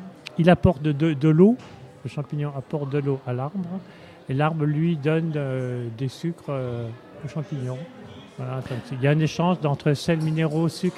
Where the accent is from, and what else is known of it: Grand Est, France